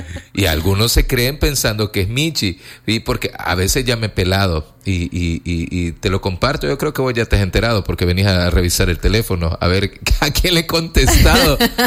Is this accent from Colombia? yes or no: no; El Salvador; Lo que a veces nos ha tocado a nosotros como salvadoreño común.